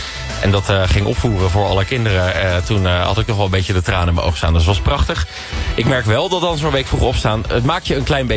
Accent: Nijmegen, Gelderland, Netherlands; ik kom uit Nijmegen. En dat is Nijmegen een soort van grijs gebied. Het is tussen de rivieren. Onder de rivieren wordt carnaval gevierd, erboven bijna niet. Nijmegen ligt er tussenin

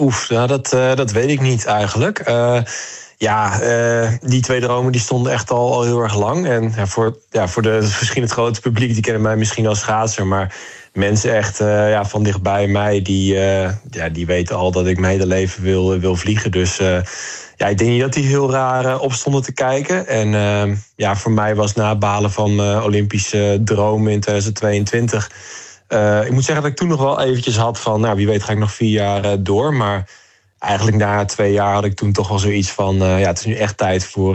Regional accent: Deventer, Overijssel, Netherlands; En ja, ik kom uit Deventer. Dus een dagje naar het strand was echt een jaarlijks uitje.

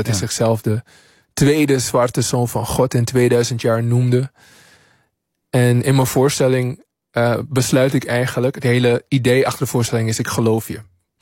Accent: Suriname; born there; moved away; toen ik in Suriname woonde

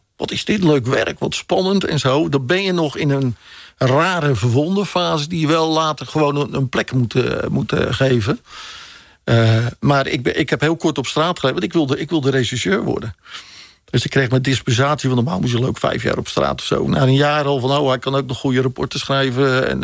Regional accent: Vlaardingen, South Holland, Netherlands; Ik ben geboren en getogen in Vlaardingen.

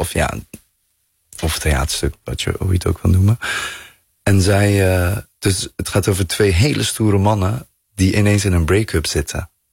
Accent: Bergen op Zoom, North Brabant, Netherlands; En ik kom uit Bergen op Zoom. En dat is natuurlijk een grensstad.

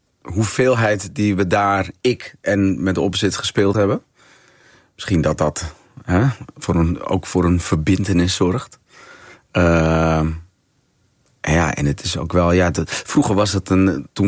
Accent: De Rijp, North Holland, Netherlands; born there; ja, ik ben geboren in Noordeinde, het Rijp. Mijn vader komt van Curaçao, mijn moeder komt van Nederland.

